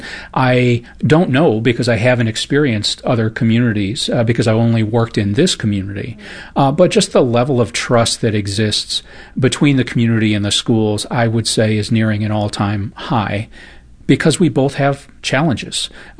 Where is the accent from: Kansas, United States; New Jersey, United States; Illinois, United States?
Illinois, United States; moved away as an adult; now in St. Louis, United States; I'm not from the St. Louis area. Originally, I'm from just outside Chicago